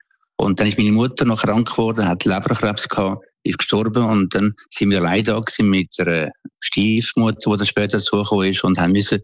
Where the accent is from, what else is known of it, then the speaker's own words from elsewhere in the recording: Switzerland; Ich bin aufgewachsen in Eugischem Albis, in ärmlichen Verhältnissen. Wir haben einen Bauernhof gehabt